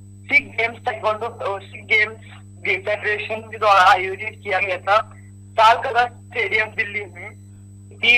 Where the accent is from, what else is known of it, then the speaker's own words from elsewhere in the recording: Bareilly, Uttar Pradesh, India; मैं सुभाष नगर बरेली का रहने वाला हूँ।